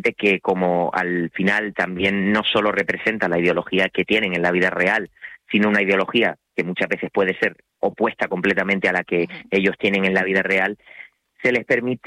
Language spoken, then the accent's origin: Spanish; Canary Islands, Spain